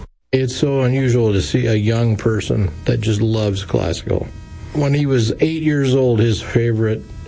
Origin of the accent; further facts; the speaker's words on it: Lincoln, Nebraska, United States; I'm from Lincoln, Nebraska.